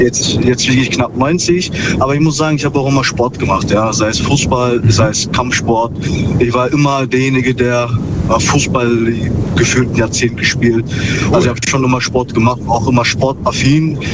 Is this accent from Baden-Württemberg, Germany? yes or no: yes; Ravensburg, Baden-Württemberg, Germany; Aus Ravensburg.